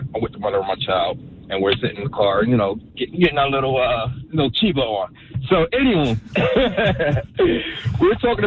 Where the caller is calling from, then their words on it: Trenton, New Jersey, United States; I'm not from Riverside, I'm from Trent.